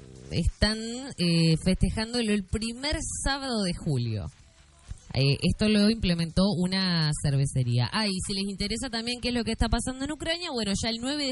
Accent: Argentina; Somos los argentinos

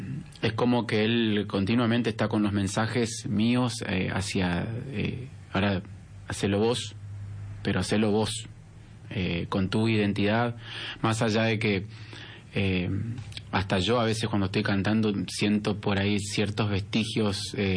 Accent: Lanteri, Santa Fe, Argentina; now in Reconquista, Argentina; de mis integrantes del grupo, dos somos oriundos de Lanteri. Bueno, Julián Sánchez, que está en batería, él es oriundo de Lanteri, vive en Avellaneda, pero también como yo somos... criados en Lanteri.

